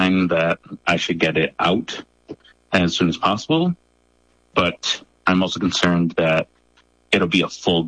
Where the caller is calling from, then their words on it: Milwaukee, Wisconsin, United States; I'm calling from Milwaukee, Wisconsin.